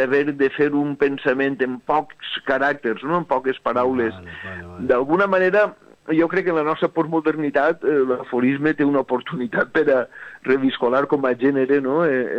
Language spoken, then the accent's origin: Catalan; Altea, Valencian Community, Spain; que mon pare és d'Altea, jo soc d'Altea, m'he criat així, però ma mare era del Coll, no?